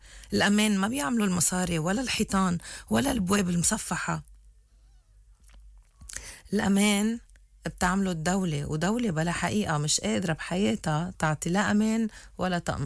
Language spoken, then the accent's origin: Arabic; Lebanon; حسينا كلبنانيين أنه انفجار المرفأ صار رمز للإفلات من العقاب في لبنان؟